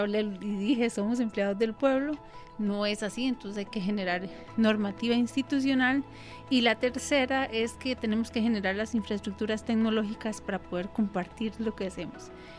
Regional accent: Costa Rica; Vamos a ver, en mi país, que es Costa Rica, que somos hermanos

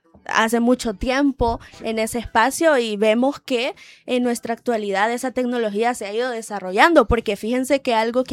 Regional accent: Honduras; sin olvidar la identidad que tenemos como hondureños

